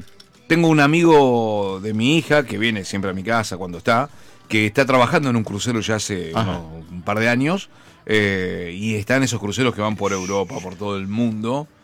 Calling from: Munro, Buenos Aires Province, Argentina; de Munro, laburando hasta las 5 en Acasuso

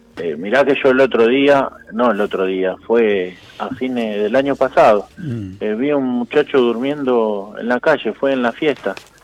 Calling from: González Catán, Buenos Aires Province, Argentina; Acá de González Catán, pero estoy trabajando en Capital.

